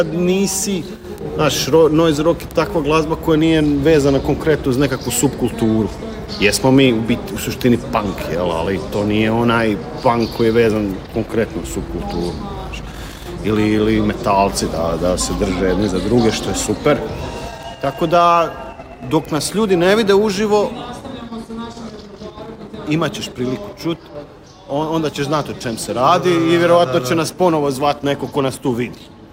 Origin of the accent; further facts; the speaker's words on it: Našice, Osijek-Baranja County, Croatia; moved away as an adult; now in Slavonski Brod, Croatia; s tim da oba dvojica nismo u stvari Brođani, mislim sad jesmo, ja sam se doselio 2016. On se doselio prošle godine, ali Slavonci jesmo, on je iz Osijeka, ja sam iz Našica.